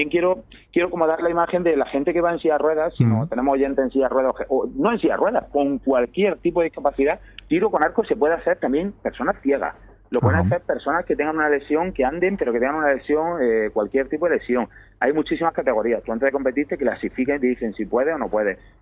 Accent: Almería, Andalusia, Spain; vamos a presumir de nuestro deportista almeriense

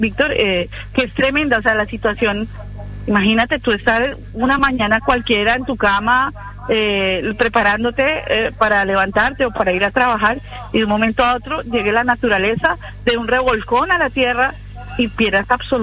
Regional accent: Colombia; now in Almería, Spain; Yo, pues como colombiana, por supuesto, y con muchos amigos aquí en Almería y en España

